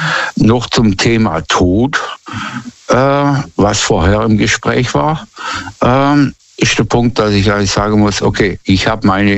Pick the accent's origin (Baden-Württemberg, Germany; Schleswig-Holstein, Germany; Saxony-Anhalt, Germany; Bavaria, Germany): Baden-Württemberg, Germany; Nee, ich komme nicht aus dem Schwarzwald.